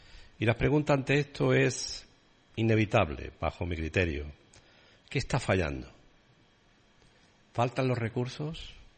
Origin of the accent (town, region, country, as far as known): Sanlúcar de Barrameda, Andalusia, Spain